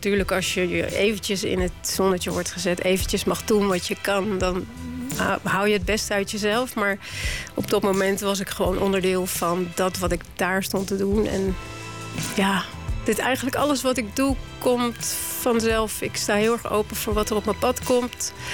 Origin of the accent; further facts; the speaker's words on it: The Hague, South Holland, Netherlands; ik ben echt Haagse.